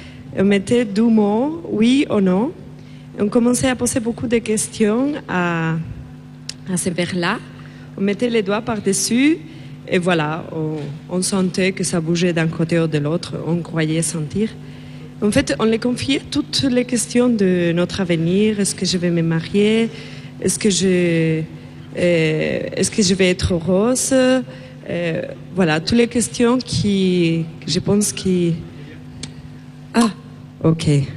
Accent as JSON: {"language": "French", "country": "Spain", "moved": "yes", "said": "je viens d'Espagne."}